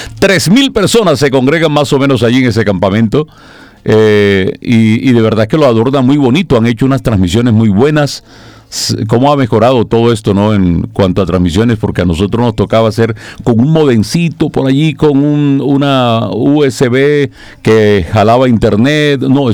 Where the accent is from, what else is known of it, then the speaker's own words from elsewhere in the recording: Magangué, Bolívar, Colombia; moved away; desde cuando era un niño, allá a orillas del río grande de la patria, Magangué, Bolívar